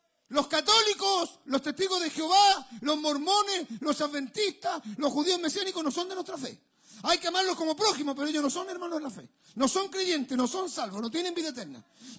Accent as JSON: {"language": "Spanish", "country": "Chile", "said": "Yo soy chileno, nosotros no somos judíos"}